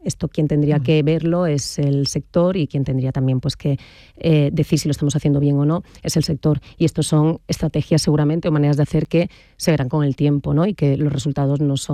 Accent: Andalusia, Spain; also born or lived in Catalonia; yo soy andaluza

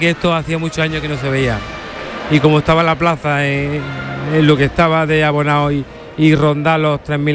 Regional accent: Almería, Andalusia, Spain; mi tierra la conozco

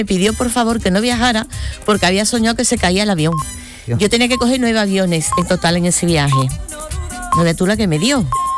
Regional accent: Carmona, Andalusia, Spain; Yo soy de Carmona y es lo típico de mi pueblo

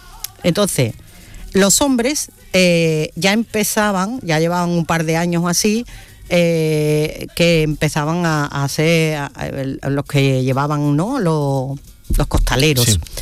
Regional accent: Huelva, Andalusia, Spain; soy de la Hermandad del Nazareno, porque me he criado al lado de la Iglesia de la Concepción, que es donde está el Nazareno. Mis padres pertenecían a esa iglesia

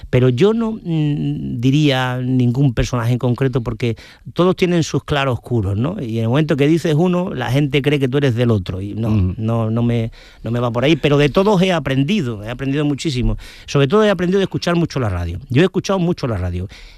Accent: Ubrique, Andalusia, Spain

